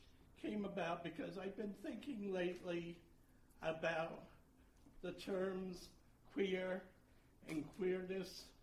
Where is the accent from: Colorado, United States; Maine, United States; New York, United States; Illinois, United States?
New York, United States; Elmira; when I grew up in Elmira, New York.